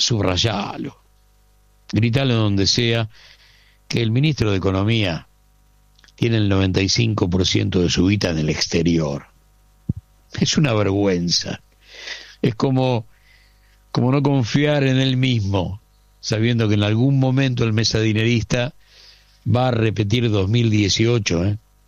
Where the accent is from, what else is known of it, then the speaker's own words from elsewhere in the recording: Argentina; Digo porque somos Argentina.